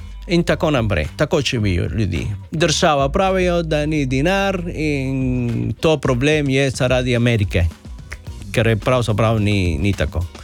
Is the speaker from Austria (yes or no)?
no; Cuba; Slovenian is a second language; moved away as an adult; now in Slovenia; Prihajam iz Kube.